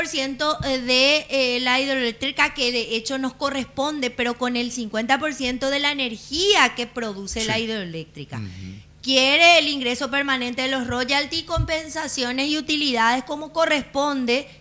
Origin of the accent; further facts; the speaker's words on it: Paraguay; Eso es lo que esperamos como paraguayos.